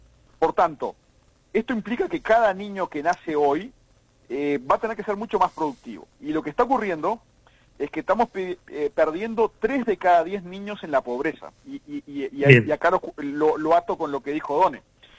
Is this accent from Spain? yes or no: no; Uruguay